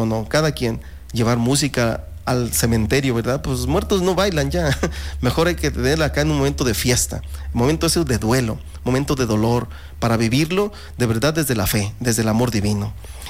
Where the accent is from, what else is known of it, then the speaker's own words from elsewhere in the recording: Jalisco, Mexico; now in Autlán, Mexico; sobre todo su gente, que es una gente amable, cordial, sobre todo, bueno, no es por presumir, ¿verdad?, pero soy Atlán del Oro.